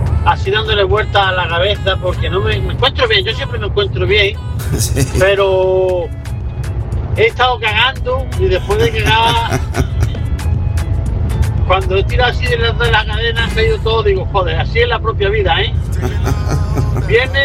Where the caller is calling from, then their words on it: England, United Kingdom; desde Tierra Inglesa